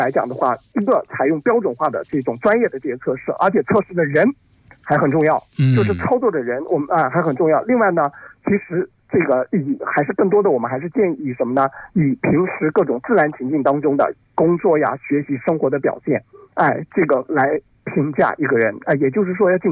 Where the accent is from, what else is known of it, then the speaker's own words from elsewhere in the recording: China; 是的，我们中国人讲的这个家有一老如有一宝，就指的就是这个意思。